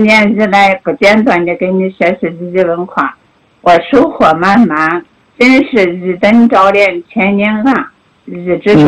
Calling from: Xinjiang, China; 我来自新疆巴州

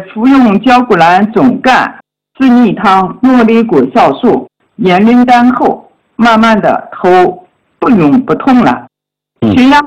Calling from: Jinzhong, Shanxi, China; 我来自山西晋中，

